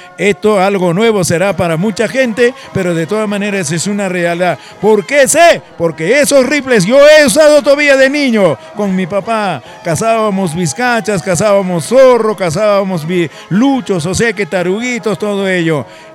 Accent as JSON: {"language": "Spanish", "area": "Recuay", "region": "Ancash", "country": "Peru", "said": "en mi tierra de Collahuasi y Recuay Ancash"}